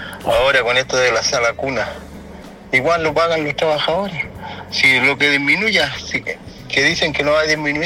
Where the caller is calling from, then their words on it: Pan de Azúcar, Coquimbo, Chile; de Pan de Azúcar.